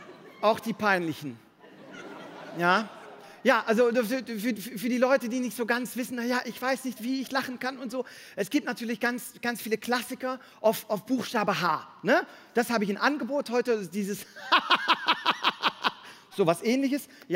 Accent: Belgium; wie der Programmtitel schon sagt, ich komme aus Belgien

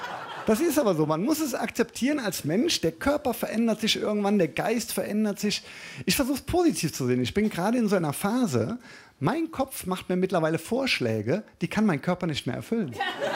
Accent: Germany; als Deutscher

